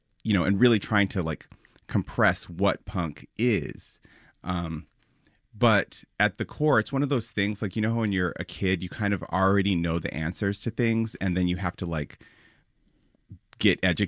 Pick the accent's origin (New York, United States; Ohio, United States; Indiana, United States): New York, United States; born or raised there